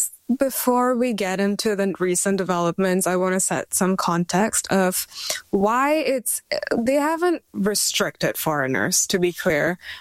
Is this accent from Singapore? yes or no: yes; Singapore; I am Singaporean, yes.